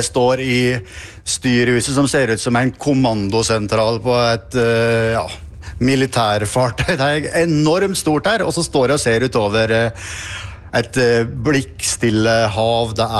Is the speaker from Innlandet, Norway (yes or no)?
yes; Innlandet, Norway; jeg er fra Gudbrandsdal